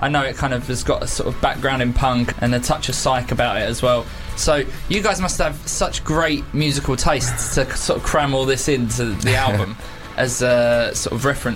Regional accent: Bexleyheath, London, United Kingdom; Bexley Heath! Bro, you got to represent where you're from.

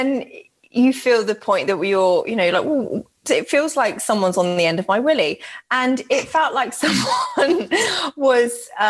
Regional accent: Birmingham, West Midlands, United Kingdom; maybe I'm just going to, I'm from Birmingham

